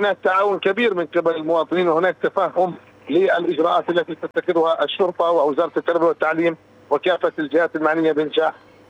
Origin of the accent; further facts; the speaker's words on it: Palestine; في مجتمعنا الفلسطيني